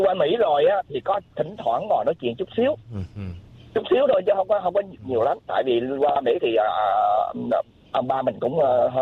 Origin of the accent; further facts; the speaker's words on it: Nha Trang, Khanh Hoa, Vietnam; tại quê mình ở Nha Trang mà.